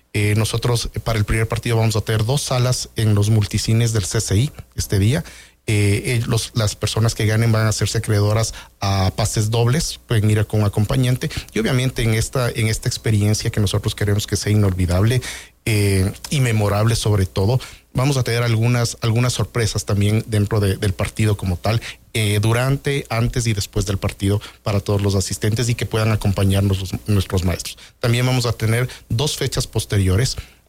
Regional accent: Ecuador; como ecuatorianos que somos.

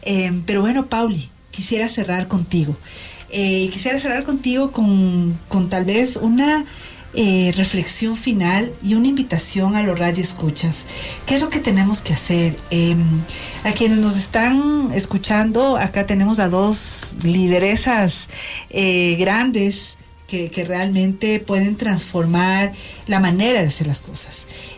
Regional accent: Ecuador; Somos realmente orgullosos de ser ecuatorianos.

